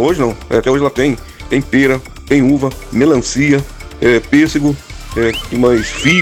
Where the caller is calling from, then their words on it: Guarapuava, Paraná, Brazil; Eu sou de Guarapuava, no Paraná.